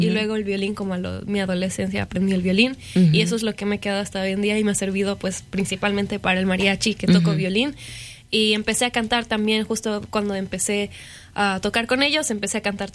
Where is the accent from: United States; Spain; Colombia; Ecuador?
Ecuador; moved away as an adult; soy de Ecuador, ya llevo unos 4 años aquí.